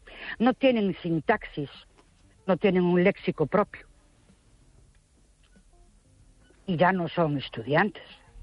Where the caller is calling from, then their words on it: Ourense, Galicia, Spain; de Orense.